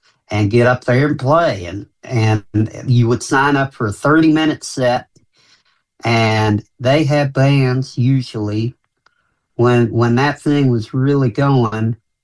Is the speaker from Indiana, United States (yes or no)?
yes; Henryville, Indiana, United States; now in Charlestown, United States; Yeah, I grew up in Henryville and I live in Charlestown.